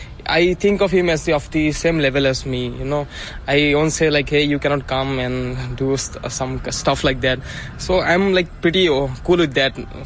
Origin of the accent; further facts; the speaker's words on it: Guwahati, Assam, India; I'm here from Royal Awas, Guwahati.